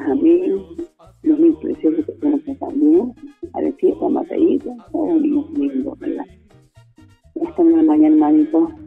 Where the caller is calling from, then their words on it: Peru; yo soy de Perú